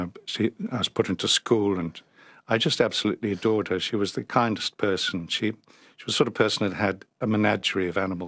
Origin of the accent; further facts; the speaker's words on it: New Zealand; also born or lived in Omagh, Northern Ireland; And I was born in Omagh, Northern Ireland, as a result of that. We left in 1954 or 5, something like that. And as a result, I was spared all the agonies of the Troubles, and I was brought up in New Zealand.